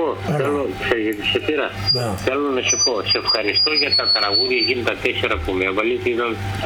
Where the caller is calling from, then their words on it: Epanomi, Central Macedonia, Greece; ο φίλος από την Επανομή.